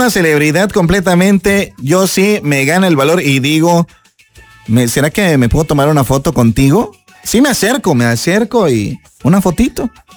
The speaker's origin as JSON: {"language": "Spanish", "country": "Mexico", "said": "Somos mexicanos"}